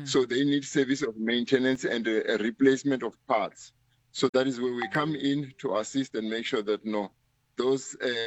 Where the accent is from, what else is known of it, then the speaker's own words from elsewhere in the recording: South Africa; as a South African